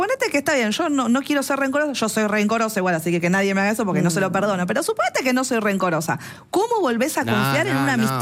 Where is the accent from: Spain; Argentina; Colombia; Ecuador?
Argentina; como somos los argentinos